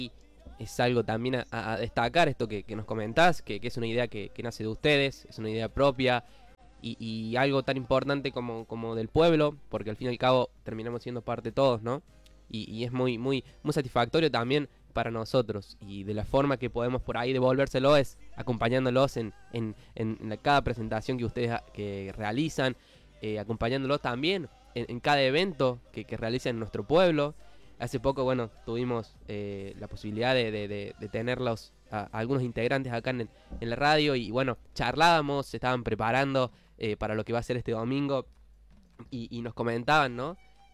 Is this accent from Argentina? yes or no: yes; Argentina; somos los argentinos por ahí, tan pasionales, tan que queremos tanto lo nuestro